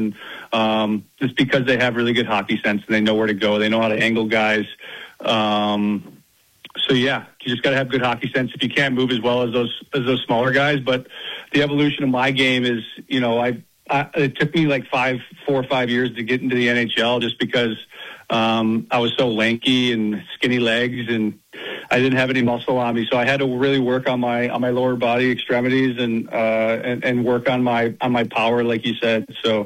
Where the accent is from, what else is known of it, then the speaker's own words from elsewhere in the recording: Detroit, Michigan, United States; we're going to head to Michigan. That's where I'm from. I'm from Detroit.